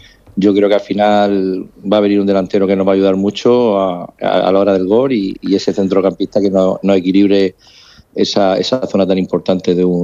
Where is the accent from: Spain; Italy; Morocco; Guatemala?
Spain; disfrutamos como españoles que somos de ese gran logro, ¿no?